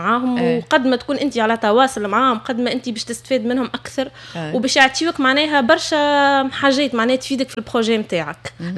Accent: Tunisia; أنا كأي تونسية خديت باكي

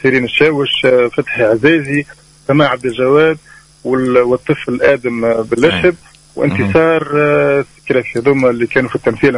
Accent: Tunisia; وحبيت ان نبين لبستنا والشاشية التونسية بتاعنا

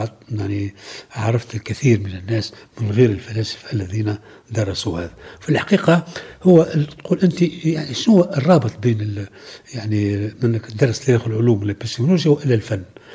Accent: Tunisia; أنا أول تونسية

